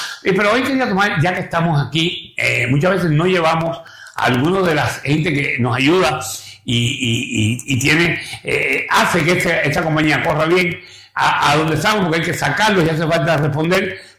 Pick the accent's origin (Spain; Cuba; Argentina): Cuba; now in New York, United States; yo soy cubano, nosotros tenemos un parque aquí que mira Nueva York